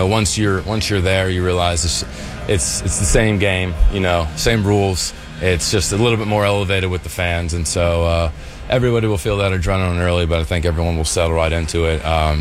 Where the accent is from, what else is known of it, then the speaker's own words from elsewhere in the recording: New York, United States; Growing up in New York, getting to pitch in the World Series my first season